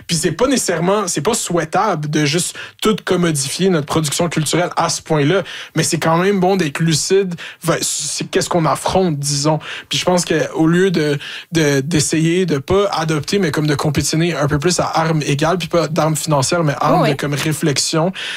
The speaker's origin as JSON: {"language": "French", "region": "Quebec", "country": "Canada", "said": "parce que forcément, on est Québécois. On fait des affaires pour les Québécois."}